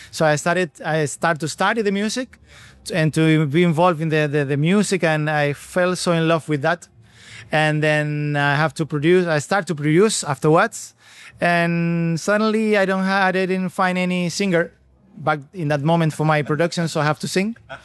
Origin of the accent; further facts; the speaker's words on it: Tenerife, Canary Islands, Spain; first language Spanish; English is a second language; I come from Tenerife, Canary Islands, back there in the Atlantic